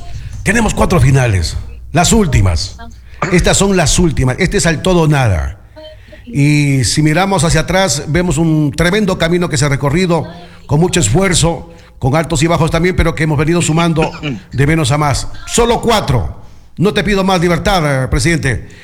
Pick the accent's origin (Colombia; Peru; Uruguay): Colombia; claro, como buen colombiano, pues, como buen colombiano.